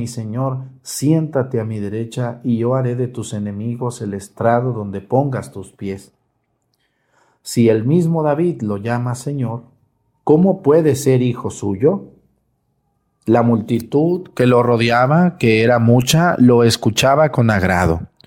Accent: Mexticacán, Jalisco, Mexico; Y invito a la gente de mi pueblo, de Mesticacán, que se vayan al santuario a vender comida y paletas y cañas y fruta y agua fresca y todo lo que puedan.

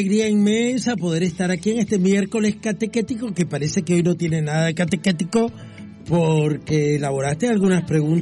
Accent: Nicaragua; also born or lived in Managua, Nicaragua; En Nicaragua, soy originario de Nicaragua, nací en el Hospital El Retiro, el famoso Hospital El Retiro de Managua, mis primeros años, mis primeros añitos, hasta los 4 o 5 años, 5 años tal vez, los crecí en el barrio San

